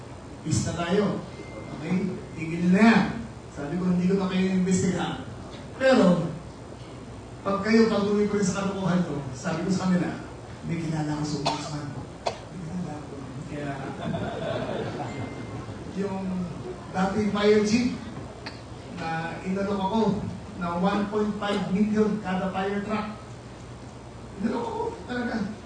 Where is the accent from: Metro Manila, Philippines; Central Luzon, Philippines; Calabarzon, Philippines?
Calabarzon, Philippines; Limang milyon ng tao sa probinsya ko. Yan ang lalaki. Wala pang kalahati ng Bohol. One-fourth lang ng Bohol ang Cavite. Pero limang milyon tao ang nakatira doon.